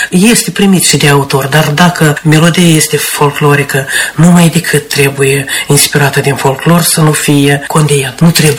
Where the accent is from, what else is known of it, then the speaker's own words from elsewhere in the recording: Heșivec, Sîngerei District, Moldova; Eu sunt originară din Heșivec, raion Sângerei.